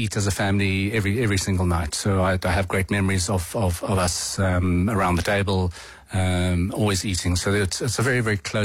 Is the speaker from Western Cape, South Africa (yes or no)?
no; Pretoria, Gauteng, South Africa; I landed up in Pretoria, growing up in Pretoria, Asian, with a different sexual orientation and with a very funny dress sense.